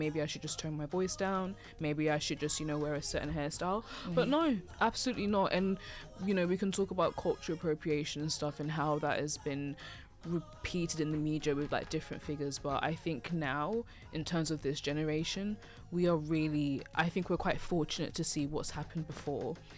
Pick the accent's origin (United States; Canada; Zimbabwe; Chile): Zimbabwe; moved away; I'm from Southern Africa, I'm from Zim